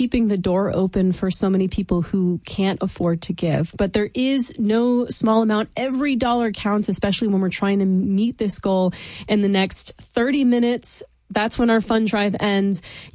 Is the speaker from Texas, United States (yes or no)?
no; Georgia, United States; now in Nashville, United States; I know exactly where Tyrone, Georgia is. I was raised very close to there.